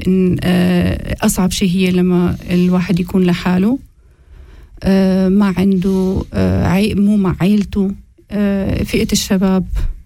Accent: Syria; moved away as an adult; now in Switzerland; أنا سورية كردية، صار لي تقريبا 14 سنة عايشة في سويسرا. أنا دارسة اللغة الإنجليزية وآدابها في سوريا، ودرست عدة سنوات كمان في سوريا

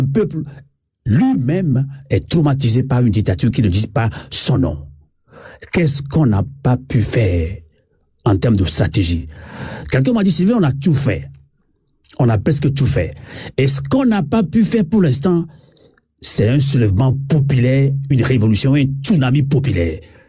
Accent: Togo; moi, en tant que Togolais lambda

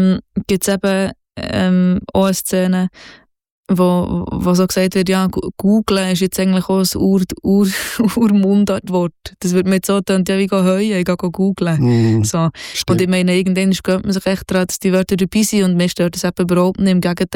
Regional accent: Bern, Switzerland; accent: Bernese German; first language Bernese German; Und die Sprache, die mich umgibt, ist Berndeutsch. Und zwar ist das echt meine Muttersprache in meiner Familie, in meinem Freundeskreis.

